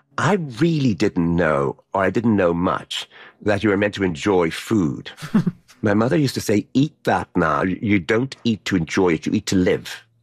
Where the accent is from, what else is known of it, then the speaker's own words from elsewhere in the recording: Ireland; Because I'm Irish, so many of the things that were happening were so close to things that had happened in Ireland